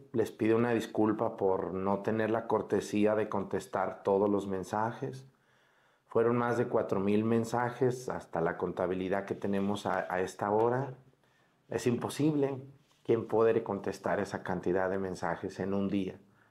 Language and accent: Spanish; Mexticacán, Jalisco, Mexico; now in Guerrero, Mexico; por mi pueblo Mexticacán